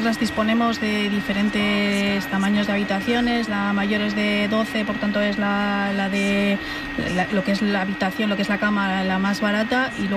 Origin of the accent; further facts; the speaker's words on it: Navarre, Spain; yo soy de Navarra